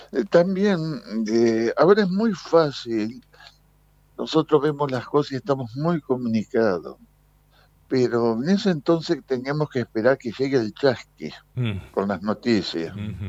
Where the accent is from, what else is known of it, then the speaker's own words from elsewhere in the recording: Entre Ríos, Argentina; nosotros los entrerrianos